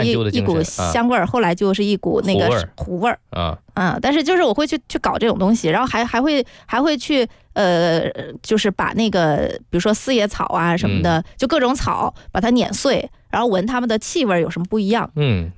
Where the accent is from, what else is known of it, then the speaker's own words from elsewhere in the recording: Guangdong, China; 说我们广东人是骑着广式双马尾上下班的啊